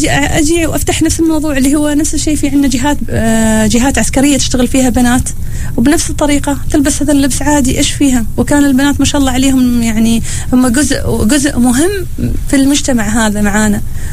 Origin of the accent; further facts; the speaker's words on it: Oman; accent: Omani; انا اتكلم باللهجة العمانية